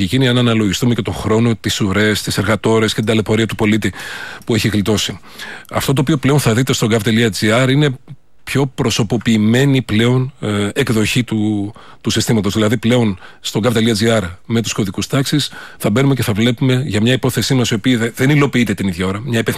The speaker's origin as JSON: {"language": "Greek", "region": "Thessaly", "country": "Greece", "said": "είτε είσαι από τα μέρη μου, από τη Θεσσαλία"}